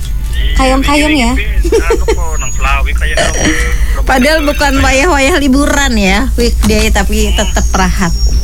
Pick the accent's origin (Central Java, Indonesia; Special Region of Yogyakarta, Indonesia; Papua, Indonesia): Central Java, Indonesia; Tegal; sebagai warga Tegal